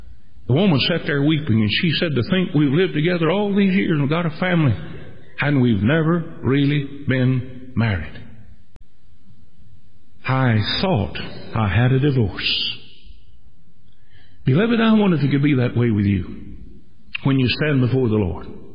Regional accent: United States; just as much as I know I'm an American

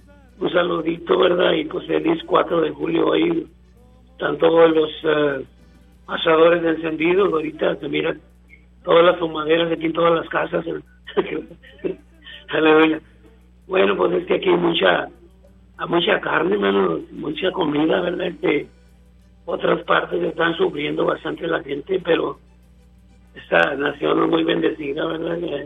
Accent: Mexico; now in United States; yo vengo de México

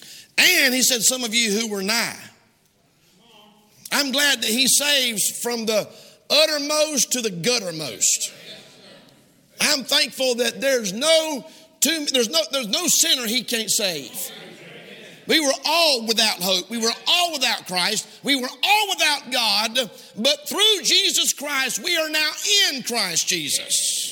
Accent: Samoa; And man, I grew up in Samoa as a kid. That was awesome.

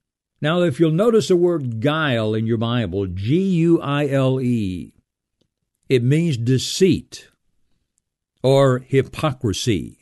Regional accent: West Virginia, United States; But I remember as a child growing up in West Virginia, there were many mountains nearby our home

